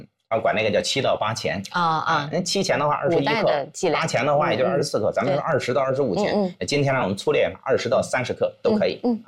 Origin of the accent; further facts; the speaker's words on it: China; 我们中国人